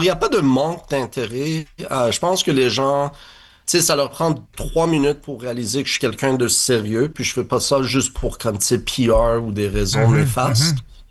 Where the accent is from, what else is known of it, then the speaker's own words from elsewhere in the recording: Montreal, Quebec, Canada; Justement, le fait que moi, je suis Montréalais, je suis Québécois, je suis ici, je suis bilingue, comme on dit, comme les autres le disent.